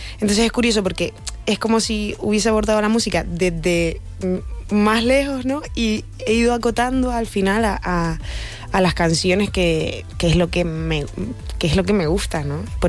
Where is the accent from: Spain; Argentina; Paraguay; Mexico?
Spain; Canary Islands; accent: Canarian; moved away; Yo soy canaria desde que nací, llevo 14 años fuera, no se me ha ido una pizca el acento.